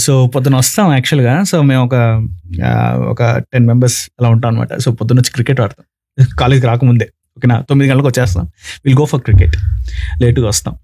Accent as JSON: {"language": "Telugu", "town": "Rapur", "region": "Andhra Pradesh", "country": "India", "tie": "born or raised there", "also_born_or_lived": "Nellore", "first_language": "Tamil", "said": "So నేను పుట్టి పెరిగిందంతా నెల్లూరు జిల్లా రాపూర్ అనే ఒక గ్రామంలో. సో నా స్టడీస్ అక్కడే అయ్యింది 10th వరకు, గుడ్చప్పటి ఇంగ్లీష్ మీడియం హై స్కూల్ అనే ఒక స్కూల్లో, చిన్న స్కూల్ అండి."}